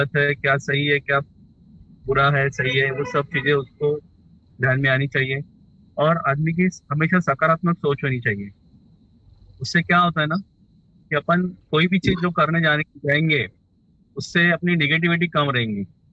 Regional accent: Chandrapur, Maharashtra, India; मैं बेसिकली चंद्रपुर महाराष्ट्र से हूँ और यहाँ चंद्रपुर में अभी 15-16 सालों से वकीली का व्यवसाय कर रहा हूँ।

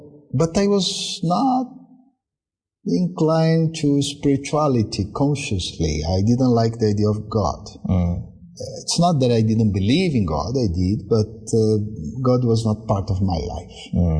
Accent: Brazil; I'm from middle class, and middle class in Brazil, at least at that time, we were quite open, especially in a city like São Pa

